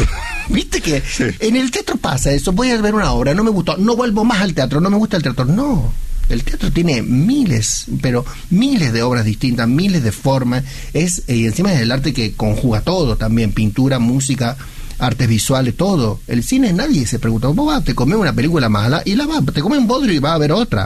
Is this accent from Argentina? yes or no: yes; San Juan, Argentina; soy sanjuanino, he trabajado mucho tiempo en San Juan, he dirigido 4 años la Fiesta Nacional del Sol